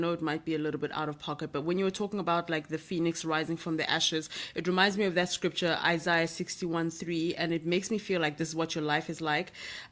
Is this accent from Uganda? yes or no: yes; Uganda; now in Ghana; I'm in, pardon, I'm from Uganda, but I'm in Ghana.